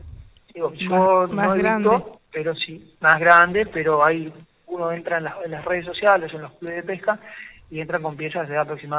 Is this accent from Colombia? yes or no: no; Argentina; somos argentinos